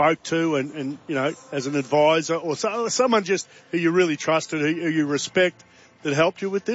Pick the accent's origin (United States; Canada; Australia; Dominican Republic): Australia; Queensland; I'm a Queenslander